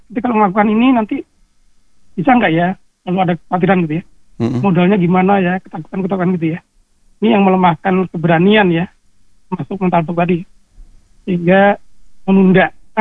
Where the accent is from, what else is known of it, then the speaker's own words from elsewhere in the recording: Bali, Indonesia; di kampung saya di Bali